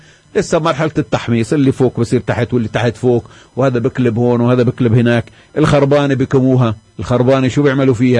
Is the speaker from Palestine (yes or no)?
yes; Palestine; كفلسطينيين